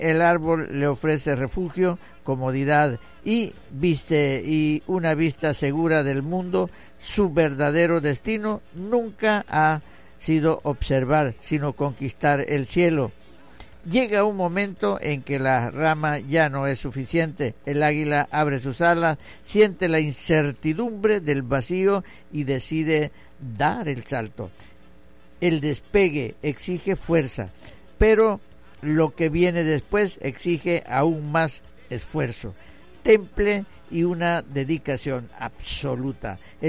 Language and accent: Spanish; Santa Cruz, Mexico; moved away; sí, soy de Santa Cruz.